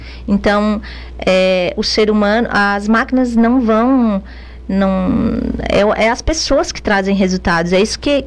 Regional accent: Jacinto Machado, Santa Catarina, Brazil; E nós somos de Jacinto Machado.

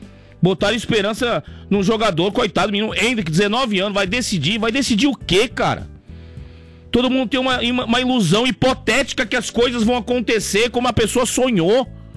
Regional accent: Brazil; Aquele negócio de falar que sou brasileiro com muito orgulho. Eu não tenho esse orgulho, não.

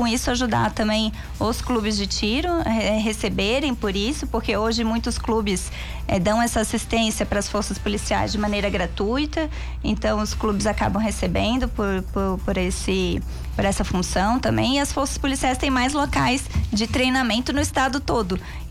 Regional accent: Antônio Carlos, Santa Catarina, Brazil; Eu venho de Antônio Carlos, sim, que é uma terra de agronegócio, é a capital do estado da hortaliça e do hortifruti

